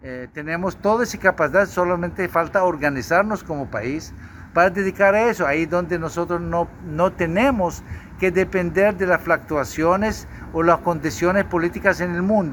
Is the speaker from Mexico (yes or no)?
no; Honduras